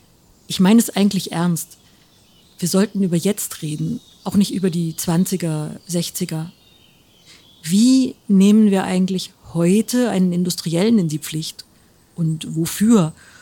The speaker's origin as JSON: {"language": "German", "region": "Bavaria", "country": "Germany", "said": "ich komme aus dem Westen, aus Bayern, wohnte ich in einem großen Dorf."}